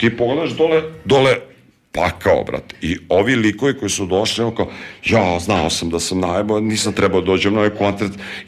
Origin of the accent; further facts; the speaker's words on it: Serbia; Ne, mi smo iz Srbije, mi ubijemo ljude, panduri kod nas ubijaju ljude